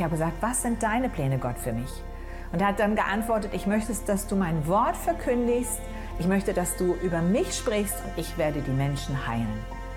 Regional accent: Hamburg, Germany; born there; Ich bin in Hamburg geboren, in eine große Familie und meine Eltern sind beide gläubig

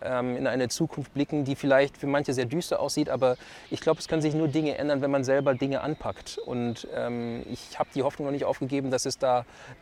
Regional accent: Germany; born there; ich bin Deutscher, ich bin hier geboren, was willst du mit?

